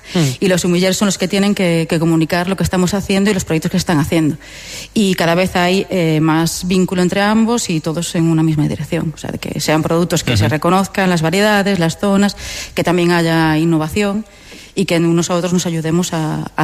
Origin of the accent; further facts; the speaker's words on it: Vilagarcía de Arousa, Galicia, Spain; Tenemos el referente de donde yo soy, de Villa García de Arousa, y empecé por el tema de quesos